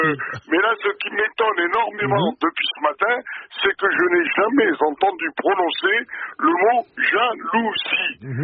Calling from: Toulouse, Occitanie, France; j'appelle de Toulouse.

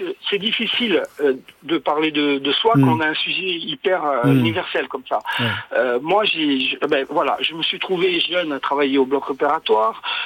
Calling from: Corsica, France; j'appelle de Corse

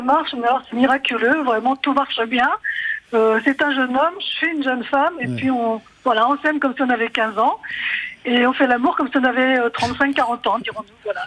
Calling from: Paris, Île-de-France, France; J'appelle de Paris.

